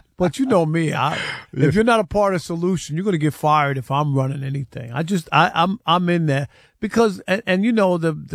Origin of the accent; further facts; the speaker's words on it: Queens, New York, United States; I grew up in Queens. I used to go to Jets games at Shea Stadium.